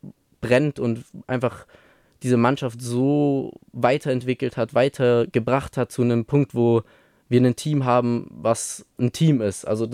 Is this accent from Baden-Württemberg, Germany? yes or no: yes; Stuttgart, Baden-Württemberg, Germany; born there